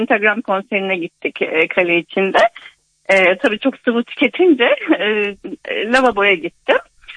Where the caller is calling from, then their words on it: Antalya, Turkey; ben Antalya'dan arıyorum.